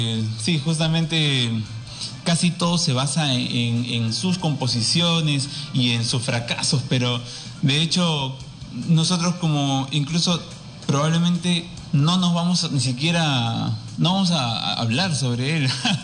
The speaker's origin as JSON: {"language": "Spanish", "country": "Peru", "said": "yo soy el peruano, a mucha honra"}